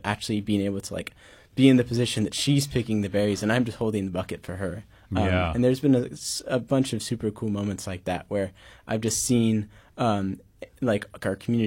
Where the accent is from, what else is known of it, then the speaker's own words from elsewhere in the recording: Spokane, Washington, United States; moved away as an adult; also born or lived in Portland, Oregon; now in Juneau, United States; So I grew up in Spokane, Washington.